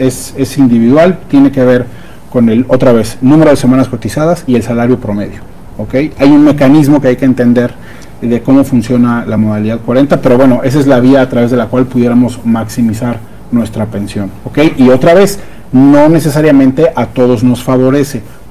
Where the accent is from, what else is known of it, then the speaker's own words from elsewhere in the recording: Mexico; si nuestra expectativa de vida hoy como mexicanos anda alrededor de los 80 años.